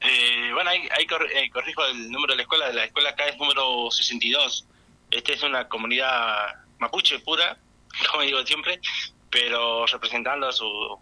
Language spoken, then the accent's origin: Spanish; Santiago del Estero, Argentina; bueno, yo estoy acá en la zona de la meseta, bueno, soy de Santiago del Estero, se me sacó la tonada.